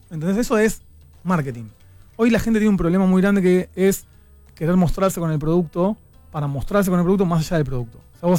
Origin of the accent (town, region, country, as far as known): Argentina